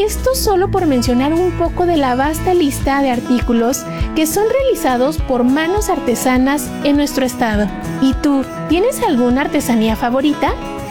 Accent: Michoacán, Mexico; En esta cápsula les voy a platicar sobre la celebración de un día muy especial que nos ha dado identidad a todos los michoacanos, no solo en México, sino en todo el mundo.

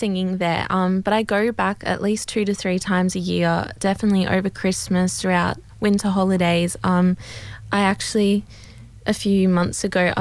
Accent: Mackay, Queensland, Australia; now in Sydney, Australia; growing up in Mackay, North Queensland, there's a big love for country music. And then living in Sydney

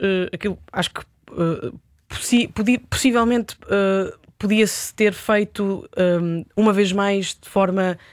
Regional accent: Coimbra, Centro, Portugal; born there; Nasci em Coimbra, vivo em Coimbra.

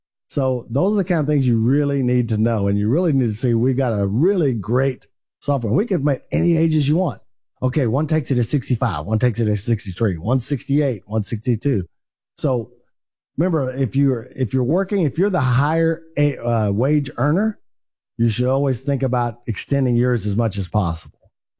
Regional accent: Texas, United States

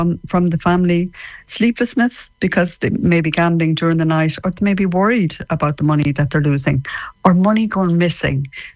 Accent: Mayo, Connacht, Ireland; moved away; I'm a Mayo woman myself.

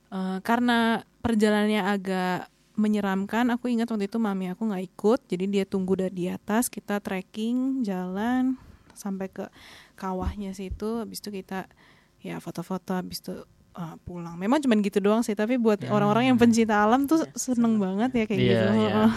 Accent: Bandung, West Java, Indonesia; born there; now in Jakarta, Indonesia; Sebenarnya aku lahir di Bandung. Keluarga besar aku semua orang Bandung, tapi kami tinggal di Jakarta, jadi merantau.

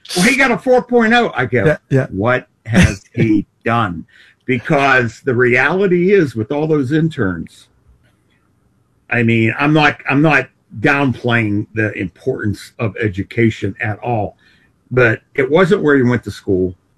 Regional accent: Pittsburgh, Pennsylvania, United States; I grew up in the Pittsburgh area

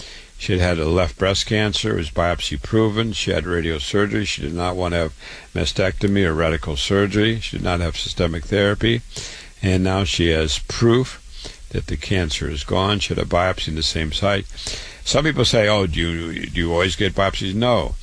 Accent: Waterloo, Iowa, United States; born there; I was born in Waterloo, Iowa, went to university, public schools first, and then, of course, university, medical school

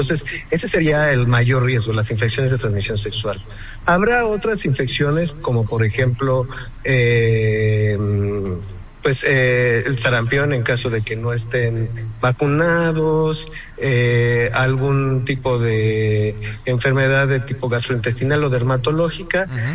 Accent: Mexico; nosotros mexicanos

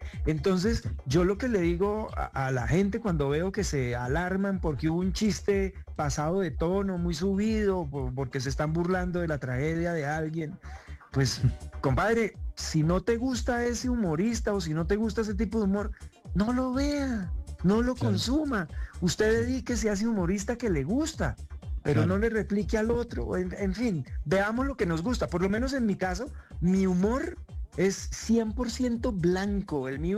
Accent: San Gil, Santander, Colombia; moved away; Entonces hablo de San Gil. Que fue donde yo crecí, donde pasé mi infancia

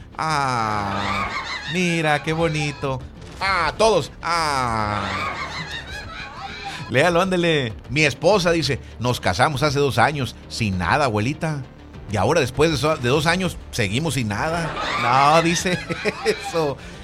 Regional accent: Villa Hidalgo, Nayarit, Mexico; now in Mezcales, Mexico; Saludos desde Mezcales, Nayarit. Soy nativo de Villa Hidalgo, Nayarit.

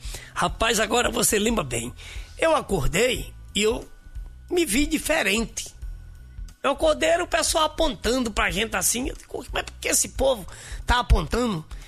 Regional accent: Recife, Pernambuco, Brazil; Disse, não, nós somos de Recife, vocês estão aqui.

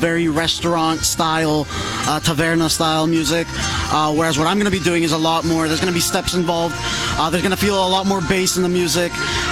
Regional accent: Toronto, Ontario, Canada; Growing up in Toronto, where we're a big population

